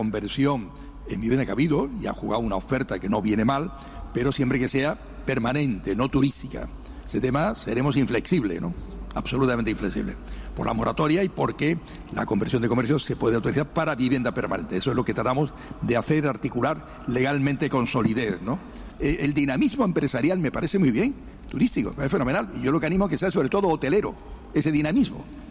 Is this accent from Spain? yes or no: yes; Spain